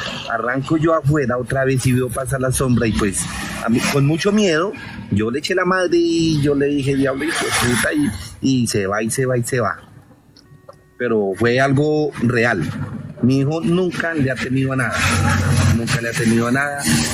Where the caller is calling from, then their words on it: Ibagué, Tolima, Colombia; Desde la capital musical de Colombia.